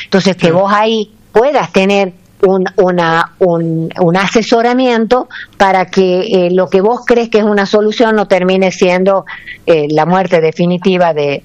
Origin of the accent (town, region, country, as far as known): Tucumán, Argentina